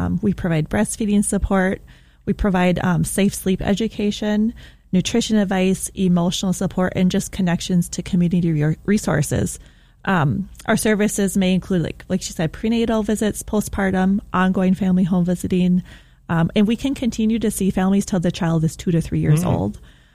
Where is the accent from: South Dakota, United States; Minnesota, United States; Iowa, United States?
Minnesota, United States; Morton; I grew up down by Redwood Falls, Morton area.